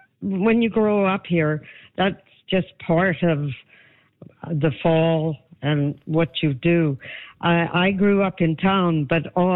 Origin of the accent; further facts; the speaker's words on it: Armstrong, British Columbia, Canada; Well, I grew up in Armstrong, so like every Armstrong kid, I've been going to the fair for a long time.